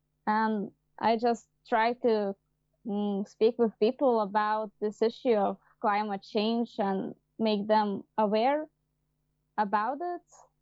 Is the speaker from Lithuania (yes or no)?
yes; Vilnius, Vilnius County, Lithuania; I am animals and nature lover, and also I am a climate activist from Lithuania, Vilnius.